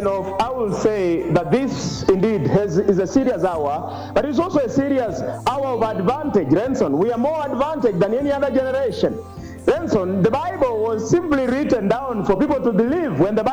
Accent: Kenya; as a Kenyan, especially as a church in Kenya

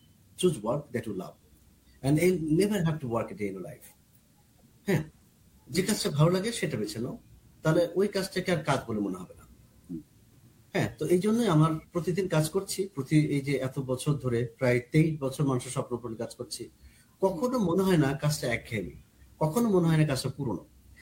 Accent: Kushtia, Khulna Division, Bangladesh; আমার বাড়ি কুষ্টিয়া

